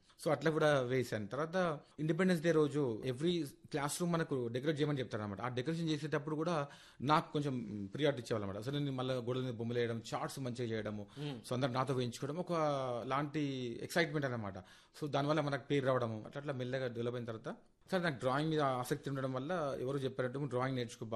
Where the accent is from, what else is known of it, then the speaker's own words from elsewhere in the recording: Hyderabad, Telangana, India; Sir నేను పుట్టింది సైదాబాద్లో sir.